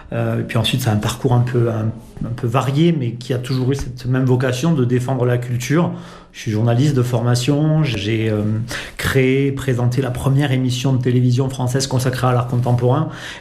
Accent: Cahors, Occitanie, France; born there; also born or lived in Paris / United States; now in Pamiers, France; Ça fait 5 ans quasiment, jour pour jour, que je me suis installé ici. Mais je suis né dans le Lot, à Cahors, pas très très loin.

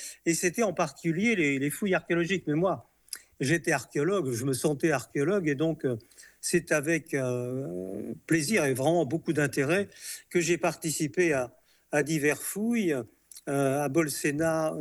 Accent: Lyon, Auvergne-Rhône-Alpes, France; moved away as an adult; Je suis né à Lyon, je suis resté à Lyon pendant 20 ans.

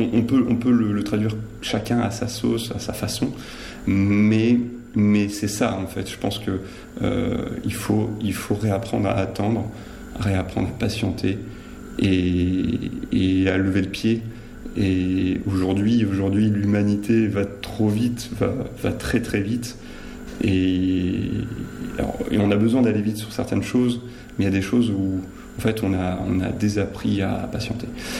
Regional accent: Normandy, France; born there; also born or lived in Hautes-Alpes; Alors je suis natif de Seine-Maritime, de Normandie. Mes parents ont été mutés dans les Hautes-Alpes.

